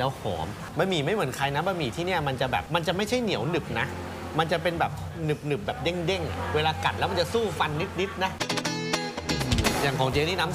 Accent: Chonburi, Thailand; ผมก็เป็นคนชลบุรีนะก็ถือว่ามันก็จังหวัดเดียวกันนะ

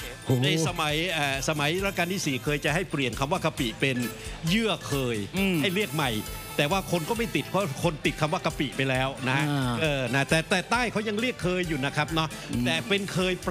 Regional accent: Northern Thailand, Thailand; หลายคนอย่างผมมาจากภาคเหนือ

